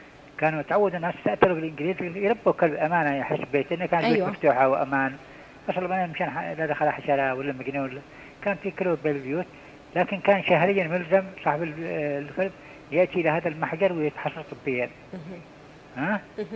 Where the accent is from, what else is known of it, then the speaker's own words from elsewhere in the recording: Aden, Yemen; عندنا في عدن